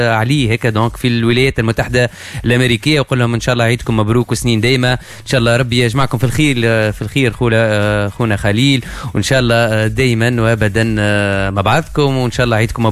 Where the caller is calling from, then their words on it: Saudi Arabia; من السعودية